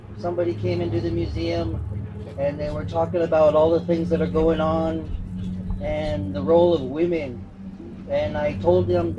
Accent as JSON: {"language": "English", "country": "United States", "said": "I think that came in with the soldiers, because at that time, us as Indian people, we had no rights."}